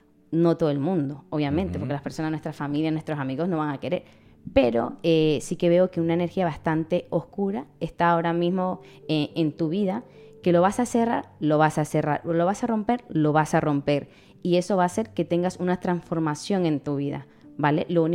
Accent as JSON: {"language": "Spanish", "country": "Ecuador", "moved": "yes", "said": "yo soy de ecuatoriana, mi familia está en Ecuador"}